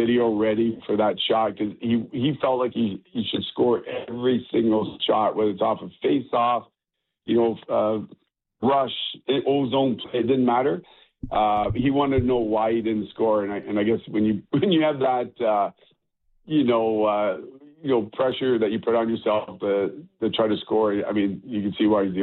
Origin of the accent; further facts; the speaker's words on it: Kingston, Ontario, Canada; Yeah, growing up in Kingston, obviously halfway between Toronto and Montreal, a lot of Leaf fans, a lot of Habs fans